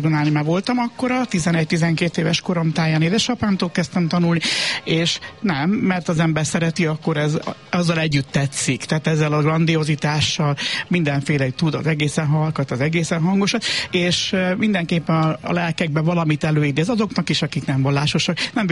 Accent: Košice, Košice Region, Slovakia; moved away; oda-haza felvidéken Kassán édesapám egyházkarnagy volt, és gyakorlatilag mivel nem volt hova tenniük, a szüleimnek nem voltak közelben nagyszülők se, így hát én a kóruson nőttem föl egészen kicsi gyerekként

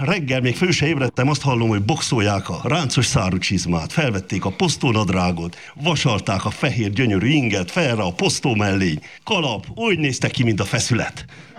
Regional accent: Szeklerland, Romania; born or raised there; moved away

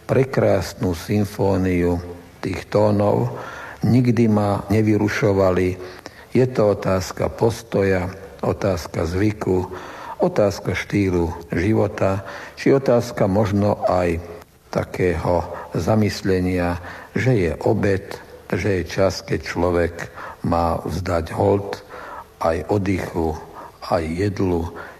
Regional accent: Brezno, Banská Bystrica Region, Slovakia; Sám som vyrastal v Brezne

